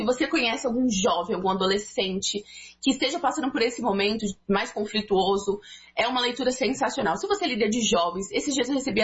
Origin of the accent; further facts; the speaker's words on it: São Paulo, Brazil; eu nunca fui pra Curitiba, eu sou de São Paulo